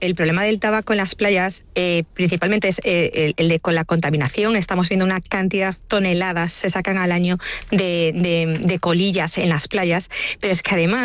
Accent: Galicia, Spain; A ver, yo como buena gallega, a veces tengo espíritu pesimista, ¿no?

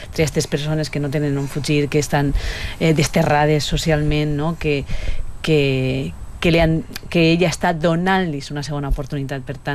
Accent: Valencia, Valencian Community, Spain; nosaltres tenim un accent diferent, Pablo és de Castelló, que també té els seus localismes, que jo soc de València capital, tinc uns altres

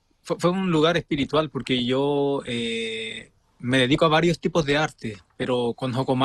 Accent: Rapa Nui, Valparaíso, Chile; Esa es una recitación ancestral de mi clan, de donde yo vengo, de mi linaje.

